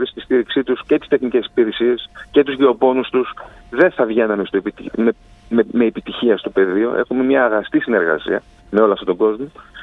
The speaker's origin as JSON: {"language": "Greek", "town": "Larissa", "region": "Thessaly", "country": "Greece", "tie": "born or raised there", "said": "εγώ επειδή είμαι Θεσσαλός, μεγάλωσα τη Λάρισα, την αγαπώ τη Λάρισα, την ερευνώ τη Λάρισα και τη Θεσσαλία όλη"}